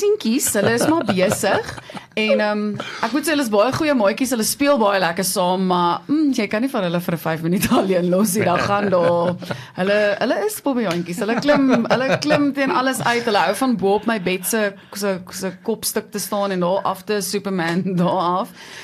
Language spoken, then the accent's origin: Afrikaans; Western Cape, South Africa; moved away; ek kom van die Kaap af en ek het altyd gedink Kaap is my huis, maar nou dat ek nou al oor die jare my vriende en my familie en almal hierso